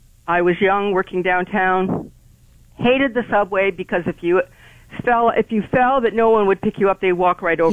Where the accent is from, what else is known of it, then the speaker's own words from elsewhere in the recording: Toronto, Ontario, Canada; moved away; I grew up in Toronto and lived there all my life till we came here in 1991. And I worked hard at not having a Toronto attitude.